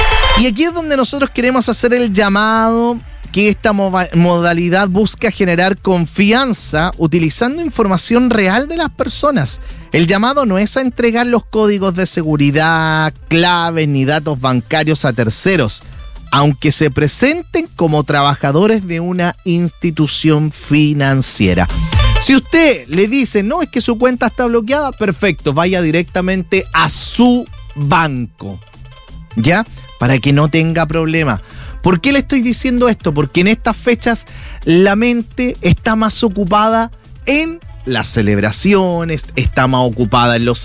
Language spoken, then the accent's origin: Spanish; Chile; nosotros, como chilenos y como personas, tenemos que prevenir